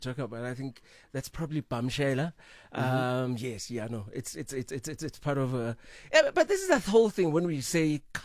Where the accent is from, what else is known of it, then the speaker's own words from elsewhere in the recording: Hammersdale, KwaZulu-Natal, South Africa; I come from Hammersdale. Hammersdale is a township that ended up being called the Little Beirut during the Inkatha UDF wars in the 1980s.